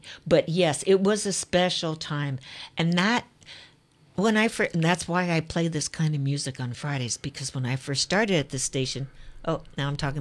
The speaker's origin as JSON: {"language": "English", "town": "San Francisco", "region": "California", "country": "United States", "tie": "born or raised there", "said": "I grew up in San Francisco during a time that was special in the 60s."}